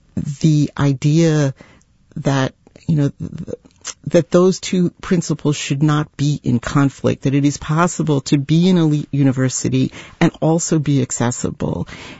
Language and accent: English; New York, United States; moved away as an adult; now in Berkeley, California, United States; I'm actually a New Yorker originally, so which surprises people. But it was partly because of coming from New York and moving to California in 2000